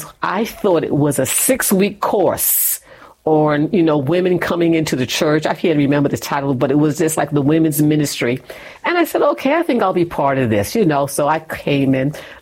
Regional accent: New York, United States; accent: New York; I moved from New York, and I still had this New York accent, even after 10 years.

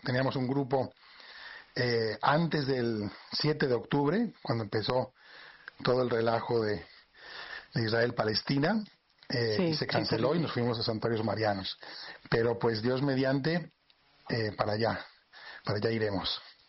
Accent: Spain; now in Mérida, Mexico; Yo soy español, aunque vivo aquí en México.

